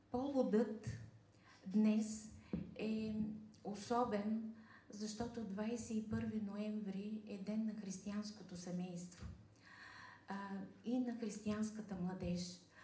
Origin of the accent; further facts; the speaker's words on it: Burgas, Burgas Province, Bulgaria; съм от Бургас.